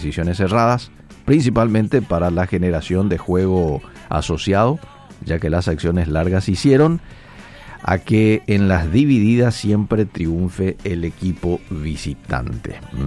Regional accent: Paraguay; celebramos como paraguayos

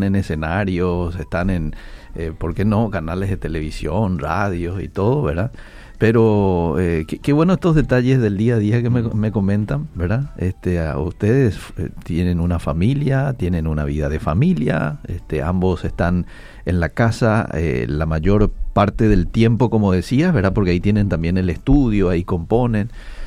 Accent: Paraguay; Estamos con emoción como paraguayos

